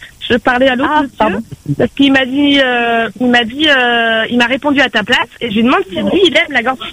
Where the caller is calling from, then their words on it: Pays de la Loire, France; Ben moi je suis vers Nantes.